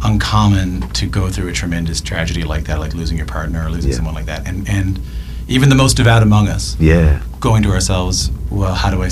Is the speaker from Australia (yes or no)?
no; Ireland; you know, I'm Irish Catholic, it was hard.